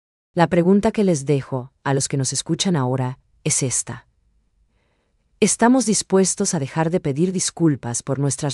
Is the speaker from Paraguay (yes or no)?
yes; Paraguay; esa mezcla potente entre lo guaraní y lo moderno que nos define como paraguayos.